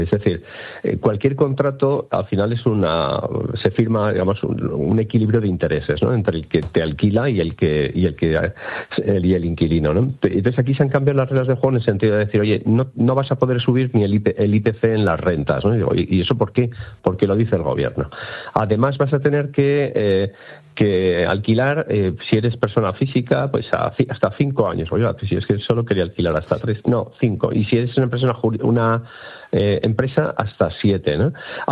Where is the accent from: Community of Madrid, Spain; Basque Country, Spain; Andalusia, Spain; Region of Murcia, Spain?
Basque Country, Spain; Bilbao; yo que soy de Bilbao